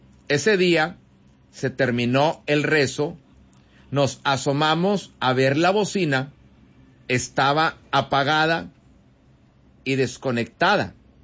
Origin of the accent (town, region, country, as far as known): Mexico